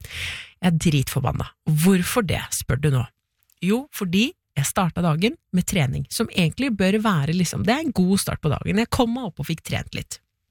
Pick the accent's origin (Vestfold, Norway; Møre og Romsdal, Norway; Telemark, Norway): Telemark, Norway; Porsgrunn; åh, den låten her vokste jeg opp med i Porsgrunn, og den dritlettest der, og så det ingen andre for Porsgrunn